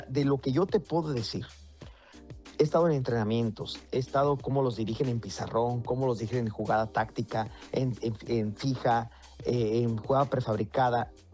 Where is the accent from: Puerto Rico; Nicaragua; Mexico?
Mexico; como mexicano prefería a los de Inglaterra a Congo